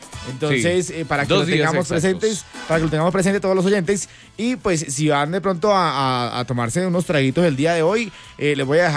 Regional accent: Tunja, Boyacá, Colombia; hoy vamos para Tunja, entonces necesito llegar a mi tierra natal, allí, bien elegante.

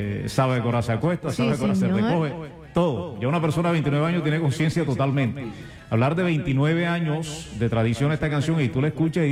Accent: Villanueva, Bolívar, Colombia; En Villanueva, que es mi pueblo

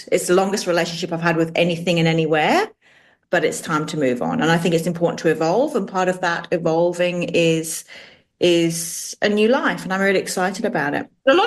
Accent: London, United Kingdom; He didn't live in England when we were growing up in London. He lived in France.

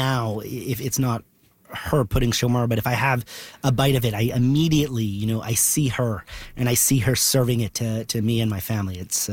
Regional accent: Canada; moved away; we're away from Canada and it's an opportunity for us to kind of stay connected to our roots.

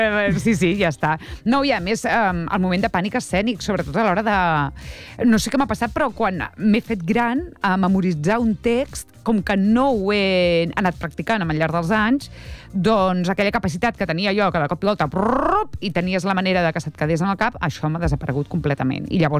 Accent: Premià de Mar, Catalonia, Spain; L'última Premià de Mar a casa meva, al meu poble.

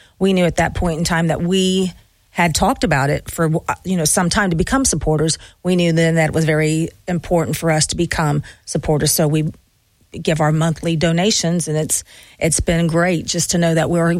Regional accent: Beaver Creek, Ohio, United States; I'm from Beaver Creek, Ohio.

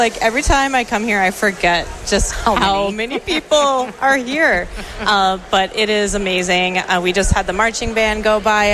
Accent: Ely, Minnesota, United States; I am from Ely, Minnesota originally, and White Iron Lake is the best.

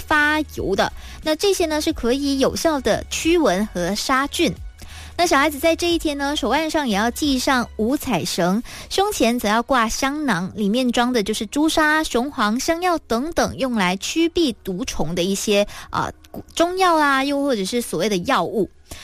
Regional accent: Kedah, Malaysia; 那我是吉打人

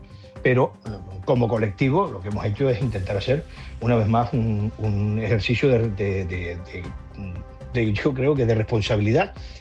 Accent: Canary Islands, Spain

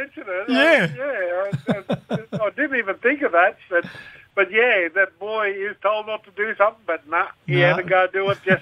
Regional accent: Cloncurry, Queensland, Australia; my mob's from Mare in the Torres Strait.

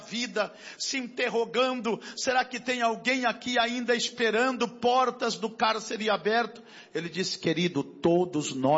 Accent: Curitiba, Paraná, Brazil; O povo curitibano é um pouco frio, né? Eu posso falar porque eu sou curitibano, você não pode.

